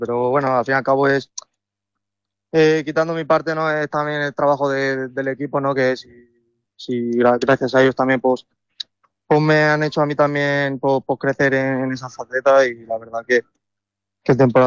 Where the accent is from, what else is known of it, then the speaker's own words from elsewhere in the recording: Barcelona, Catalonia, Spain; moved away; Al fin y al cabo yo soy de fuera, soy de Barcelona